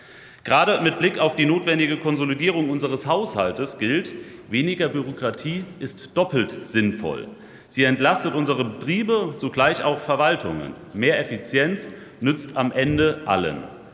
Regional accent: North Rhine-Westphalia, Germany; So steht es auf der Internetseite eines Hofladens in meiner Heimat Siegen-Wittgenstein.

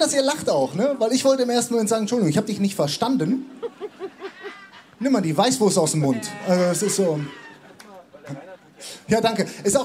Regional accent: North Rhine-Westphalia, Germany; ich komme aus dem Ruhrgebiet

